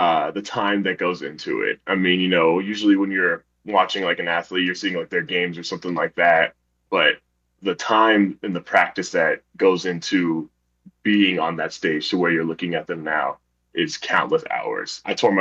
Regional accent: Arvada, Colorado, United States; I'm a Colorado kid. I grew up in just outside of Denver in Arvada, Colorado. I went to Arvada West and then Ralston Valley, and then graduated in 2016

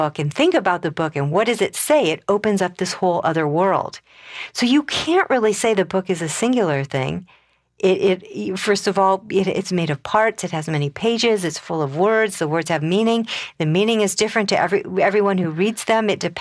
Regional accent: Colorado, United States; I come from Colorado. It's bone dry there. So my hair is really straight.

